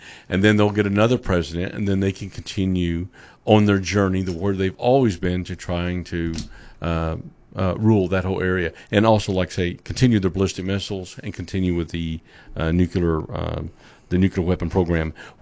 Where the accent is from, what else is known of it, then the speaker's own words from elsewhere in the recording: United States; We've got a great country. I love being an American. I love our country.